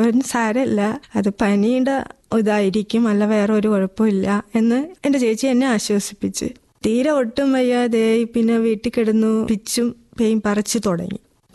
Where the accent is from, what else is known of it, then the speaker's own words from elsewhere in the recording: Attingal, Kerala, India; സ്വദേശം ആറ്റിങ്ങൽ. ബഹാം ചെയ്തുകൊണ്ട് വന്നത് പെരുക്കട.